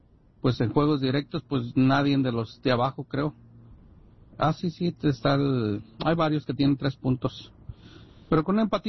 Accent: Mexico; Aunque como hispanos o mexicanos, pues, referencia a la MX, pues no somos muy unidos.

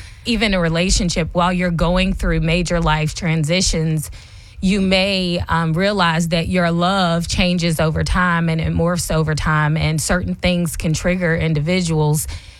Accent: South Carolina, United States; also born or lived in Charlotte, North Carolina; I was raised here in the Carolinas, from Charlotte, mm-hmm. raised in South Carolina, York County

